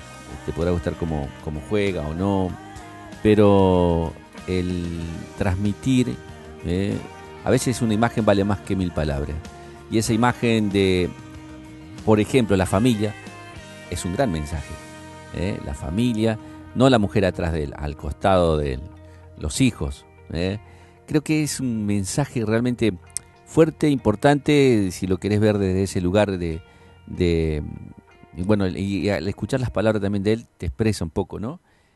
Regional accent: Argentina; Yo soy argentino

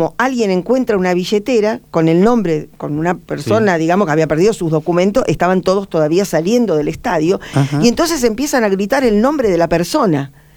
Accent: Argentina; Soy argentino de la cuna hasta el cajón, por Malvinas, por el Diego

